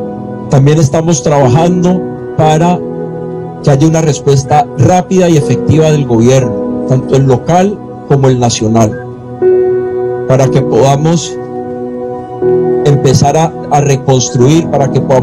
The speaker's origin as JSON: {"language": "Spanish", "town": "Cali", "region": "Valle del Cauca", "country": "Colombia", "said": "Como caleños, aquí todos nos queremos."}